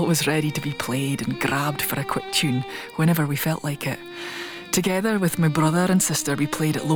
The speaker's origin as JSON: {"language": "English", "area": "Shetland", "region": "Scotland", "country": "United Kingdom", "tie": "born or raised there", "said": "I grew up in Quarf, a small area of Shetland with a lovely community."}